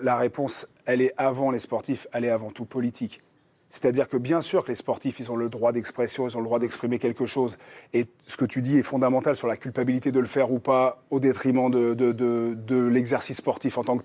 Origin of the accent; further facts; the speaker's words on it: Normandy, France; On a grandi ensemble. Moi, je suis de Normandie.